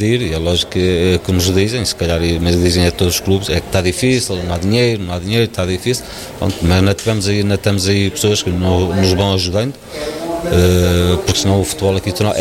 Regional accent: Portugal; eu adoro a minha terra. Eu adoro Bozela

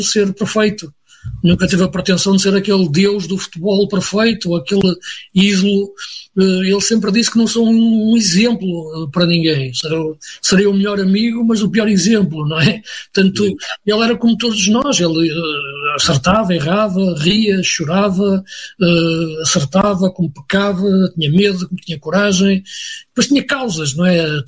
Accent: Porto, Portugal; also born or lived in Braga; Eu sou aqui da região do Porto, não é?

